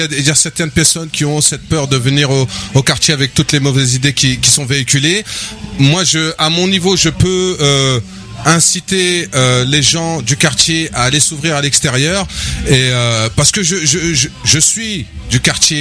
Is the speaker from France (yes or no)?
yes; Mantes-la-Jolie, Île-de-France, France; born or raised there